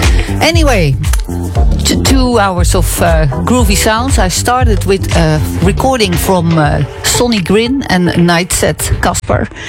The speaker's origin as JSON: {"language": "German", "country": "Netherlands", "moved": "yes", "lives_now": "Lanzarote, Spain", "said": "Ich bin aus den Niederlanden, lebe seit vielen Jahren hier auf der Insel"}